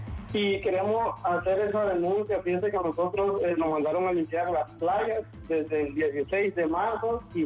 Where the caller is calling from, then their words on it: Colón, Honduras; nosotros somos microempresarios de Colón, de la chapia de la carretera, de la limpieza de cuneta